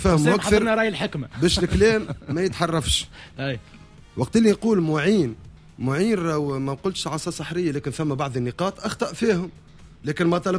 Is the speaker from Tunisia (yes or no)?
yes; Tunisia; انا من بعد الكوب دي مون سي بون في مخي كتونسي يلزم كل شيء يتغير